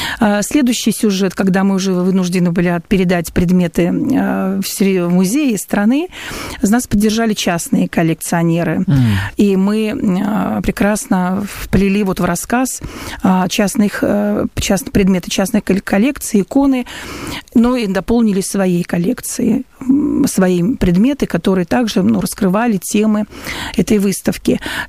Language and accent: Russian; Saint Petersburg, Russia; moved away; Я их, как питерская, заметила